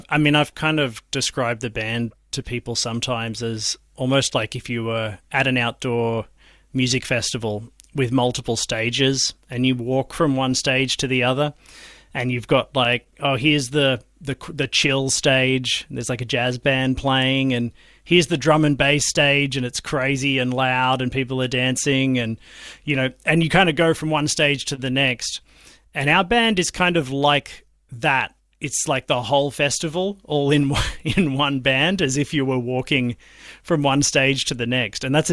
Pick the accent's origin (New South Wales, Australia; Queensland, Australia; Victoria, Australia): New South Wales, Australia; Sydney; I mean, I grew up in Sydney, so that was my experience.